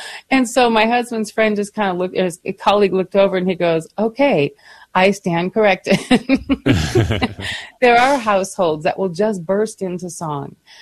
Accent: Michigan, United States; born or raised there

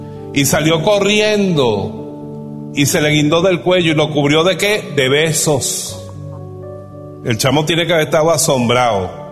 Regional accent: Germany; se acercó al paredón donde la gente de la misma raza de él y la mía, pues yo soy alemán, mataron a tanta gente judía, polaca, gitanos, homosexuales, testigos de Jehová.

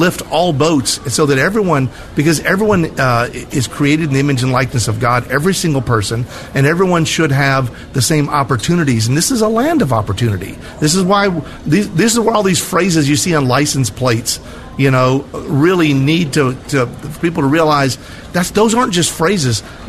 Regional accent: United States; born there; I'm an American. I was born in America. I love this country.

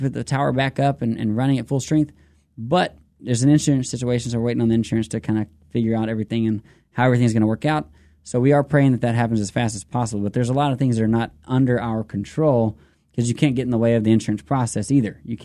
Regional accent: Lufkin, Texas, United States; my hometown pastor from Lufkin, Texas

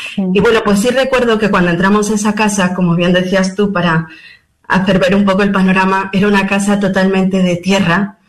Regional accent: Mexico; Cuando mis padres, bueno, nosotros, como bien comentaste, somos mexicanos, uh-huh.

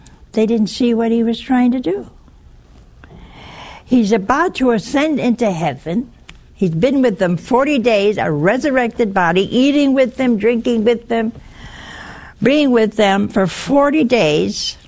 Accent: Ohio, United States; we came from Ohio. We've been here almost 40 years. And I have people here I love, but I didn't know them in Ohio.

